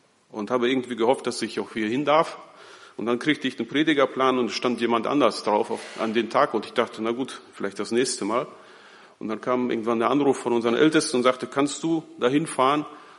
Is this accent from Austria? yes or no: no; Bünde, North Rhine-Westphalia, Germany; ich komme aus Bünde